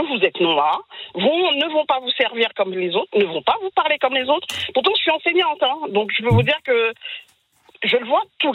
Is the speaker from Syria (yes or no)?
no; France; Je suis d'origine antillaise.